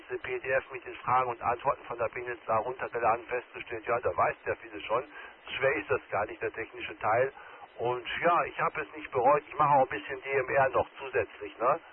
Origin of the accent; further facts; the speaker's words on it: North Rhine-Westphalia, Germany; weil ich komme aus der Nähe von Paderborn.